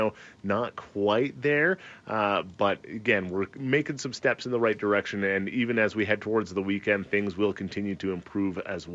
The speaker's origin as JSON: {"language": "English", "area": "Vancouver Island", "region": "British Columbia", "country": "Canada", "tie": "born or raised there", "moved": "yes", "lives_now": "Calgary, Canada", "said": "I grew up on Vancouver Island, so a lot of rain out there."}